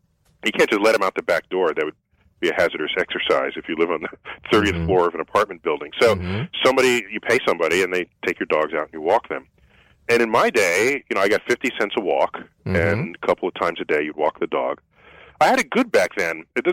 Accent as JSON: {"language": "English", "town": "New York City", "region": "New York", "country": "United States", "tie": "born or raised there", "said": "Yeah, I mean, I'm a city kid. In fact, I grew up in New York City, where the night sky, like I said, is a kind of a rare commodity."}